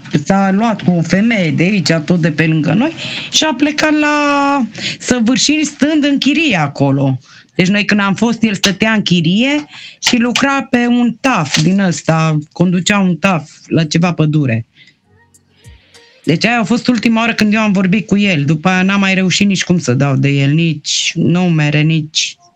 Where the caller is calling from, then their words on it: Petrila, Hunedoara County, Romania; Păi da, noi suntem din Petrila, din Petroșani. Deci noi aici stăm, eu, noi toți am locuit aici.